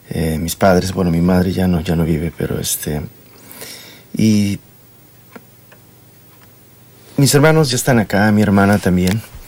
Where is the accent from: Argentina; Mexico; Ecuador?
Mexico; moved away as an adult; now in Australia; Mi país, claro, siempre lo he extrañado y cada que voy a México me vuelvo enamorada de México